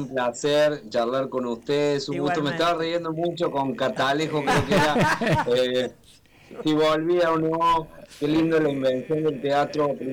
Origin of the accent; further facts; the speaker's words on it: Villa del Rosario, Córdoba, Argentina; yo soy oriundo de Villa del Rosario, amo mi ciudad.